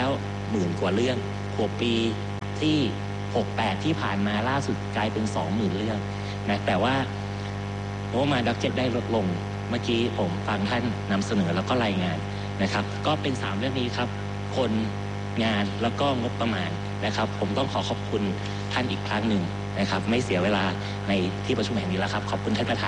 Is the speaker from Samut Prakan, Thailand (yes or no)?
yes; Samut Prakan, Thailand; มีหลายปัญหามากมายในชุมชนเมืองบ้านเกิดผมจังหวัดสมุทรปราการนะครับ